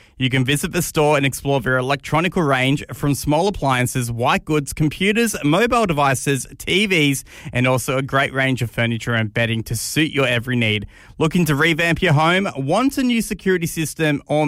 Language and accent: English; Sydney, New South Wales, Australia; moved away; because I grew up in Sydney and I've got a partner back in Sydney, and I moved to South Australia for radio work